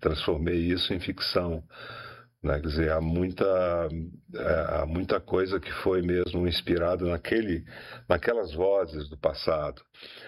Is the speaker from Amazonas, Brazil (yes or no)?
yes; Manaus, Amazonas, Brazil; born there